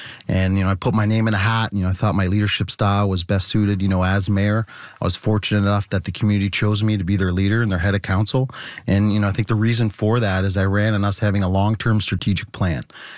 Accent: Kingsville, Ontario, Canada; moved away as an adult; we grew up in Kingsville and, you know, Kingsville Public and KDHS grads. And like everybody else, you move away for a while, you go to school. And, you know, we moved back in 2013 to start our business, Greenheart.

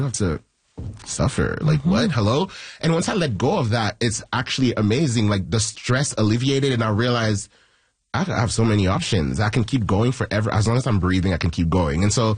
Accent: Haiti; I'm from Haiti, and you know, and I talk to other immigrants and stuff like that.

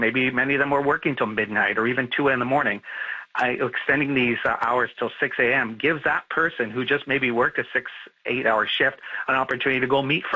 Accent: Winnipeg, Manitoba, Canada; now in Toronto, Canada; I'm originally from Winnipeg, so I always look at Toronto as the major hub of everything

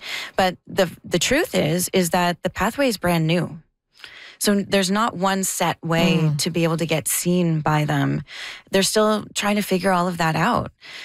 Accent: Ottawa, Ontario, Canada; I grew up playing soccer in Ottawa

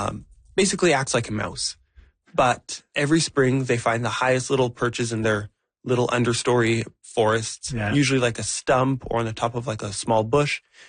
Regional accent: British Columbia, Canada; Growing up in the Lower Mainland has meant that birds have always been super accessible.

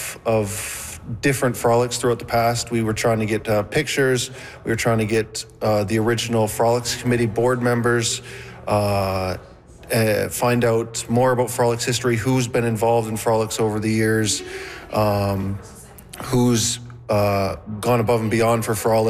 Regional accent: Cambridge Bay, Nunavut, Canada; also born or lived in Saint John, New Brunswick; I was born in St. John, New Brunswick, but I grew up in Cambridge Bay.

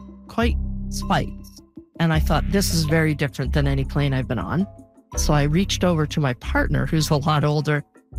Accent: Toronto, Ontario, Canada; also born or lived in Montreal; And I'm a Canadian, born in Montreal. Most of my life was in Toronto.

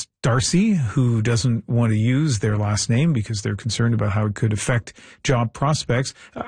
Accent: New Brunswick, Canada; But when I think of PEI, and I grew up next door in New Brunswick

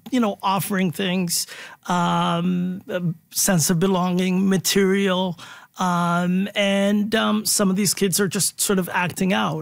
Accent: Canada; as a Canadian society

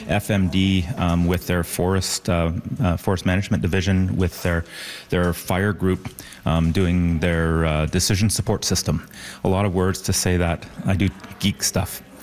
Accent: Yellowknife, Northwest Territories, Canada; I'm from Yellowknife.

